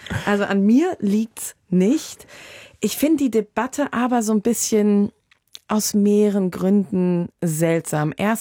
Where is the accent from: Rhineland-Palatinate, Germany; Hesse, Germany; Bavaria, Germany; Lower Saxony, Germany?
Hesse, Germany; Und ja, als Hessin meine ich auch südhessisch.